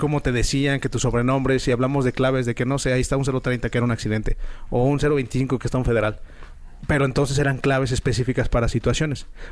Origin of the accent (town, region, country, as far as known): Villa de Reyes, San Luis Potosí, Mexico